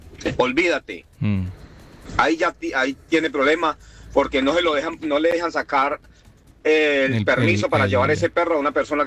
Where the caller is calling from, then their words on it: Spain; aquí en España, sí.